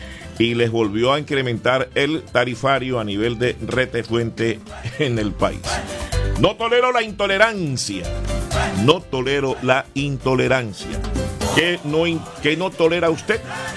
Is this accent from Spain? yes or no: no; Colombia; Con 17 en mi país, Colombia